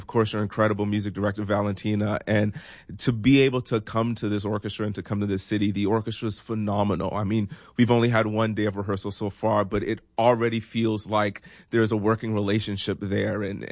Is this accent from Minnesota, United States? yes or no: no; Georgetown, South Carolina, United States; I'm originally from Georgetown, South Carolina. Grew up as a gospel pianist, actually.